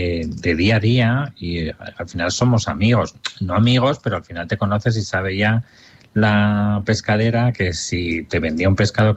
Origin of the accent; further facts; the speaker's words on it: Madrid, Community of Madrid, Spain; also born or lived in Barcelona; Pero con el tiempo se vinieron a Madrid y yo nací en Barcelona, pero creo que esto ya lo hablamos la otra vez.